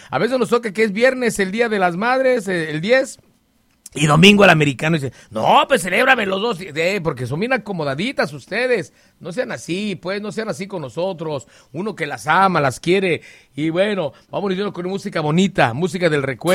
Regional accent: Acapulco, Guerrero, Mexico; Soy su amigo el que soy de Acapulco

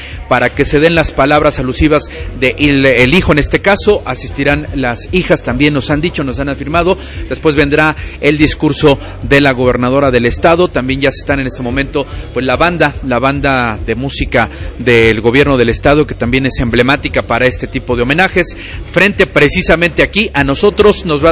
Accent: Mexico; nosotros tenemos como mexicanos

